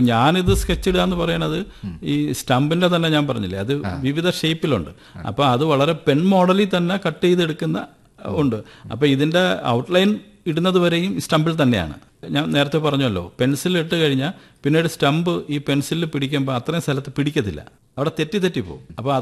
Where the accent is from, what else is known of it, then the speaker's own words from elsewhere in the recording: Hariharapuram, Kerala, India; ഇങ്ങനെയുള്ള ഒരു പ്രകൃതി രമണീയമായ ഹരിഹരപുരം എന്ന എന്റെ ഗ്രാമത്ത് ജനിച്ചു വളർന്നതിന്റെ